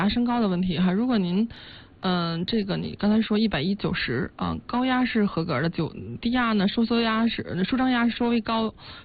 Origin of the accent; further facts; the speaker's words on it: China; 我们中国人